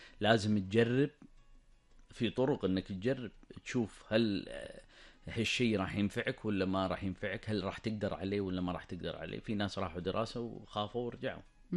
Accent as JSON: {"language": "Arabic", "country": "Kuwait", "said": "موجود عندنا بالكويت"}